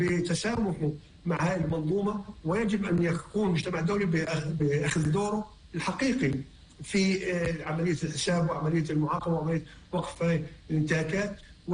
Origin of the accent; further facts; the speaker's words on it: Palestine; اللي احنا بنعيشه كفلسطينيين تحت الاحتلال